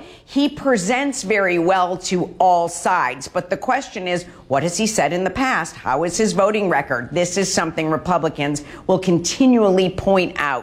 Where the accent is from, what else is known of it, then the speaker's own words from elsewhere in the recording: Buffalo, New York, United States; Listen, if you want, I'm from Buffalo. If you want to talk about Buffalo Bills football and all the heartbreak I've been through, I got all the time in the world.